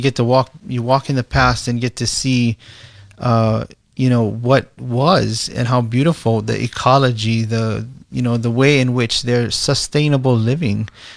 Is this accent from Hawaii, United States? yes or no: yes; Hawaii, United States; Our identity as a Hawaiian people, as a culture, as a place is shifting.